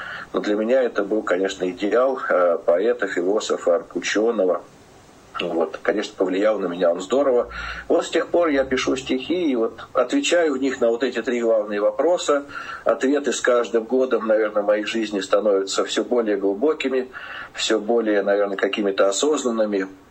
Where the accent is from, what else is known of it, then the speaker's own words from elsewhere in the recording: Moscow, Russia; born there; Родился я в Москве в 1973 году, еще в прошлом веке.